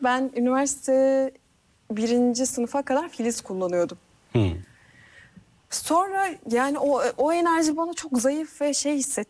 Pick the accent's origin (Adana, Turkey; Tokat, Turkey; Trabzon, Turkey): Tokat, Turkey; Turhal; moved away; also born or lived in Mersin; Mersin doğumluyum. Hı. Ama benim çocukluğum ilkokuldan ortaokula kadar Tokat'ın Turhalı ilçesinde geçti.